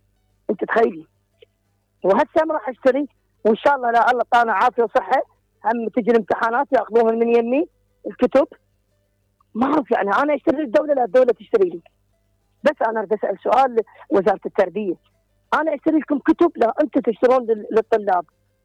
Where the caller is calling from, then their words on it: Iraq; أنا كمواطن عراقي